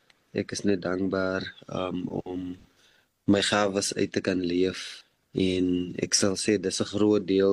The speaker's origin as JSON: {"language": "Afrikaans", "town": "Port Elizabeth", "region": "Eastern Cape", "country": "South Africa", "tie": "born or raised there", "said": "Ek is van Tribeca in die Ooskaap, dit is waar ek groot geword het. Dit was natuurlik Port Elizabeth"}